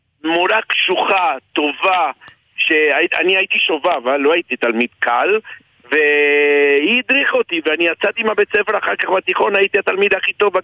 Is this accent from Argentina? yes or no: yes; Argentina; now in Israel; שאני מאוד אוהב בתור ארגנטינאי